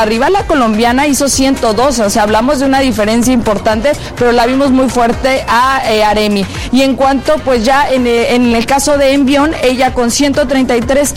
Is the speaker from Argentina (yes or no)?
no; Mexico; sobre todo para nosotros como mexicanos, cuando decimos, ya llegaron a los penales, sufrimos ahí, ¿no?